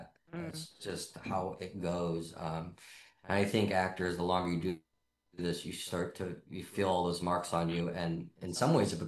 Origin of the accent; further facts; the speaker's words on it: Cleveland, Ohio, United States; In fact, it's a world that I came from. I grew up in the Rust Belt